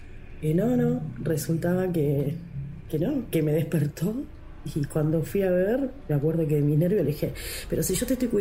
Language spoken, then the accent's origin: Spanish; Avellaneda, Buenos Aires Province, Argentina; Avellaneda.